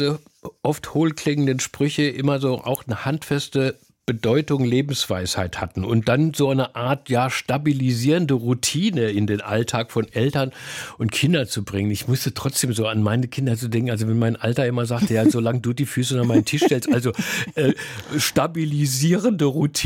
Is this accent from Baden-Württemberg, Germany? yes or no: yes; Baden-Württemberg, Germany; ich komme aus dem Dorf in Baden-Württemberg